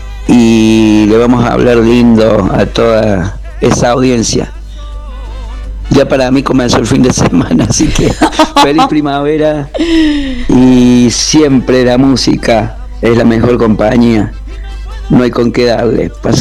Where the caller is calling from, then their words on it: Jesús María, Córdoba, Argentina; te hablo desde Jesús María, provincia de Córdoba, capital de la Doma y el folclore.